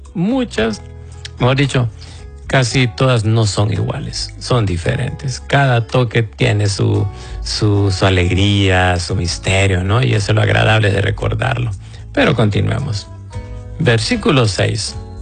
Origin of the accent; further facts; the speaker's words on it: Honduras; como decimos en Honduras